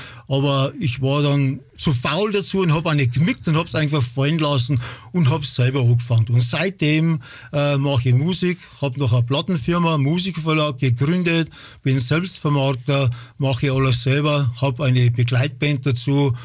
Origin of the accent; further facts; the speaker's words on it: Bavaria, Germany; Ich liebe meine Heimat und ich wollte auch einen Namen aus meiner Heimat haben. … es kommt von der Holledau. Wir sagen Holledau